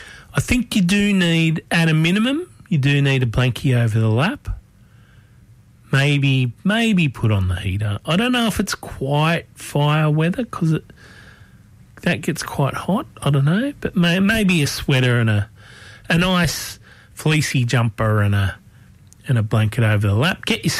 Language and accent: English; Sydney, New South Wales, Australia; I grew up in Concord, which, look, you know, it's bit more developed now than it was when I lived there. But when I was growing up there, it was called the Parkland suburb.